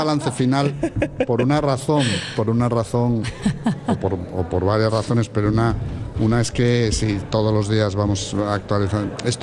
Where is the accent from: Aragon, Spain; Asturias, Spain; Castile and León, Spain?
Asturias, Spain; Oviedo; ya que soy de Oviedo tendré que comer un carballón